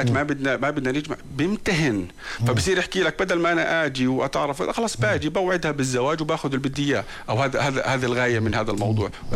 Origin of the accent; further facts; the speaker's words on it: Jordan; عندنا بالأردن